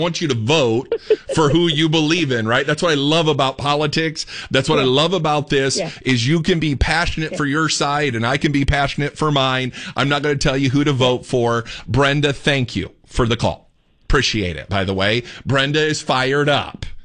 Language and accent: English; Fort Wayne, Indiana, United States; now in Texas, United States; we live in Texas, by the way. I'm from Indiana, Fort Wayne.